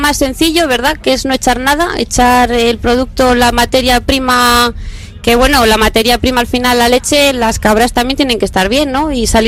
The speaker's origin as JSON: {"language": "Spanish", "town": "Canicosa de la Sierra", "region": "Castile and León", "country": "Spain", "also_born_or_lived": "France (Pyrenees)", "moved": "as an adult", "said": "Bueno, especial para mí, que soy de allí. Y además, y bueno, volver al pueblo después de 12 años por ahí dando vueltas"}